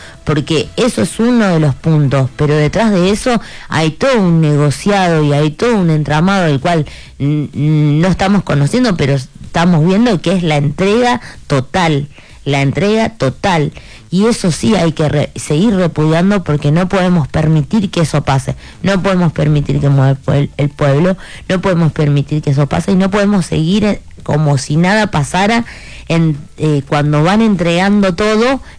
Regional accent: Argentina; que se pueda seguir con la seguridad tan importante que nosotros tenemos como argentinos

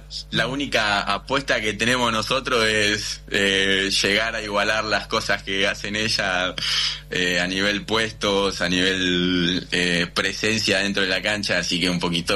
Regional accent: Argentina; Somos de argentino de pie a cabeza y creo que el argentino vive su vida un poco diferente que los demás

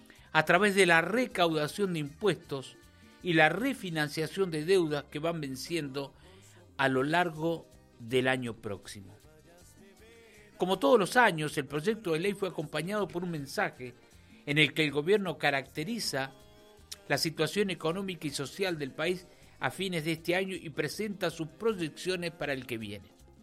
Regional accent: Tierra del Fuego, Argentina; moved away; Desde mi tierra.

